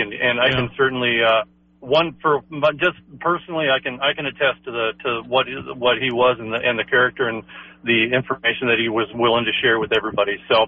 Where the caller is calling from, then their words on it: Knife River, Minnesota, United States; where are you from? You know, and I said, well, Knife River.